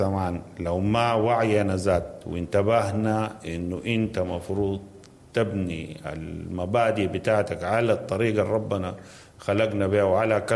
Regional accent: Sudan; إحنا كسودانيين نقيف ونشوف أنا كسوداني

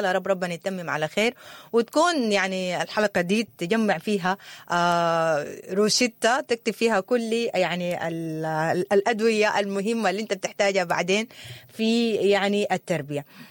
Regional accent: Sudan; زي ما نحن عندنا في السودان لسه موضوع الترهيب والصوت والحاجات دي

